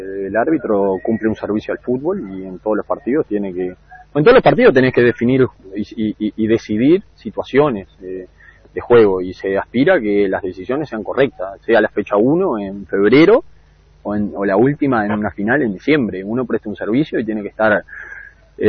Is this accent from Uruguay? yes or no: yes; Uruguay; uno es uruguayo, está aquí.